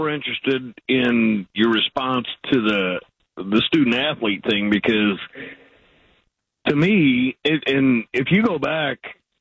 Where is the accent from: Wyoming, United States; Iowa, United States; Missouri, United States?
Missouri, United States; St. Louis; I'm from St. Louis, but yeah.